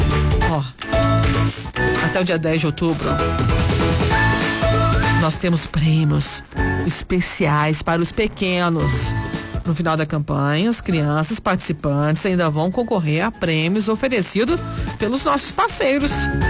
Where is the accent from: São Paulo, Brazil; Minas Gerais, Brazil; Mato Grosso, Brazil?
Minas Gerais, Brazil; Três Corações; ali perto de onde eu cresci, aqui em Três Corações. Eu cresci ali perto dos apartamentos oficiais